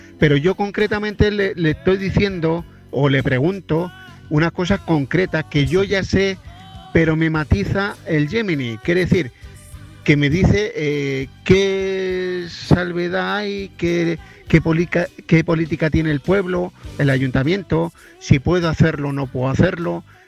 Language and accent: Spanish; San Carlos, Ñuble, Chile; yo tengo un proyecto en Chile, en San Carlos, en mi pueblo